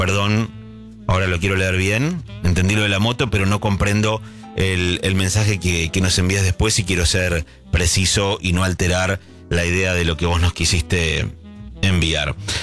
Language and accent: Spanish; Ramos Mejía, Buenos Aires Province, Argentina